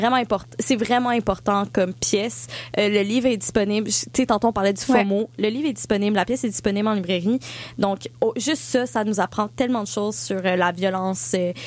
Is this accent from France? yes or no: yes; France; Dolan, mon Dieu, pourquoi j'ai dit Dolan, mon Dieu, je suis française.